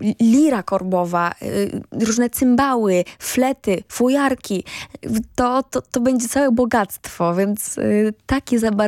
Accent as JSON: {"language": "Polish", "region": "Lesser Poland", "country": "Poland", "said": "z miejscem, z którego pochodzę, z Małopolską."}